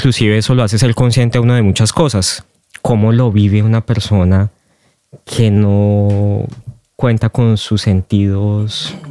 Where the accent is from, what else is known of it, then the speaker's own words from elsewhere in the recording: Bogotá, Colombia; born there; Yo nací en Bogotá.